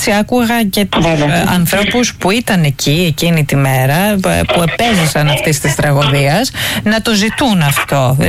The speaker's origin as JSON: {"language": "Greek", "town": "Lamia", "region": "Central Greece", "country": "Greece", "tie": "born or raised there", "said": "Η πόλη μου, η Λαμία, πρωταγωνιστεί τις τελευταίες ημέρες για τους λάθος λόγους."}